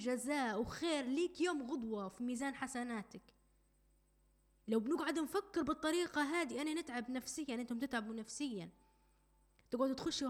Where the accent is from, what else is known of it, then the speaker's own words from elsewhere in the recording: Libya; احنا كليبيين هيك تربينا، هيك تربينا.